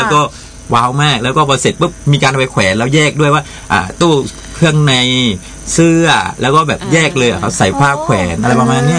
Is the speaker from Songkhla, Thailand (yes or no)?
yes; Songkhla, Thailand; เพราะเรามาจากสงขลาเหมือนกัน